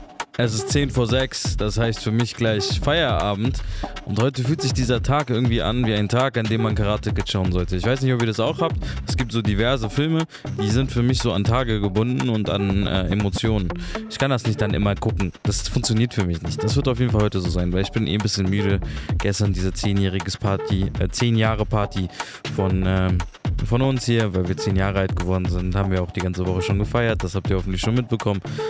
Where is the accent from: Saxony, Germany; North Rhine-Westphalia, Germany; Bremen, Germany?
Bremen, Germany; Ihr wisst doch, als Bremer, es geht nicht so krass viel. Ich mag diese solide, ruhige Leben, Digga.